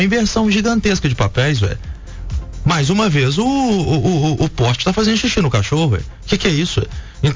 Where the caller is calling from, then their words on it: Coronel Fabriciano, Minas Gerais, Brazil; eu estou falando de Coronel Fabriciano, que é uma cidade de 100 a 110 mil habitantes.